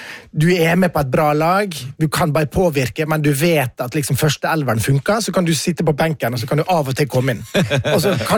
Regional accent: Ålesund, Møre og Romsdal, Norway; jeg er fra Ålesund.

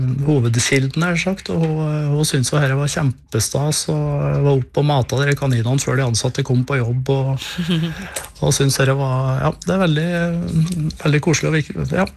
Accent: Trøndelag, Norway; now in Hadeland, Norway; Så jeg har bodd her nå i 15... Ja, over det. 17-18 år. Men jeg er trønder, ja. For all del.

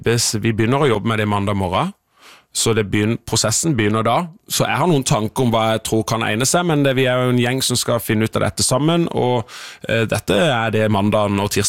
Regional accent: Søgne, Agder, Norway; Vi hadde øvingstid i Søgne der jeg kommer fra.

